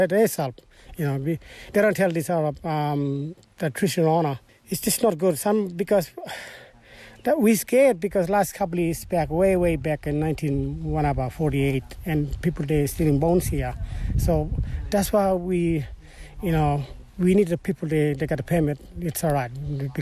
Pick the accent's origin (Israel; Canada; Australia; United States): Australia; Gunbalanya, Northern Territory; I was born in Darwin. I grew up in Kumbalanya, but my homeland is Meningwere